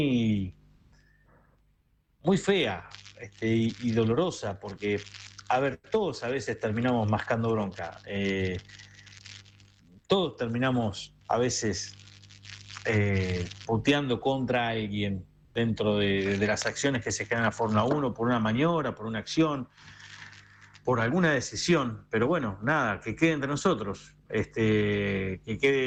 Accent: Argentina; Sabemos que somos así los argentinos, ¿no?

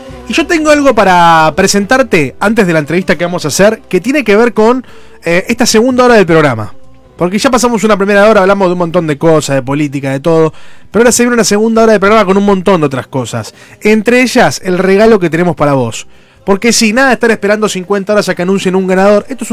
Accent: Argentina; debe ser el mejor lugar para verlo siendo argentino

